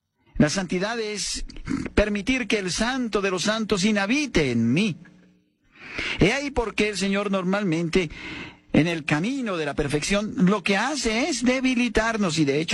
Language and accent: Spanish; Colombia